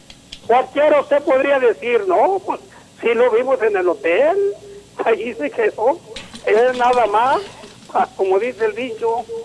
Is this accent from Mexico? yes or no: yes; Mato Pino, Coahuila, Mexico; allá en Mato Pino, en Coahuila, y donde yo me crié, allá me crié yo en Mato Pino, Coahuila.